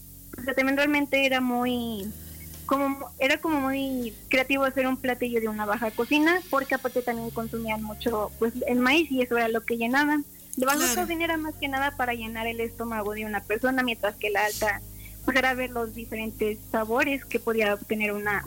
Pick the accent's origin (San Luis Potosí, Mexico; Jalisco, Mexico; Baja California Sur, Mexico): San Luis Potosí, Mexico; en la dieta de todos los que hoy en día somos mexicanos y potosinos.